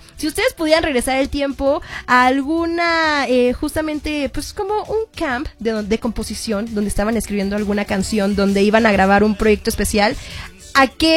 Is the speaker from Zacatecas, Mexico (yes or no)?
no; Acapulco, Guerrero, Mexico; yo soy de Acapulco, Guerrero. Entonces, a ver, que muchas de las … nacieron en mis tierras, que son guerrerenses.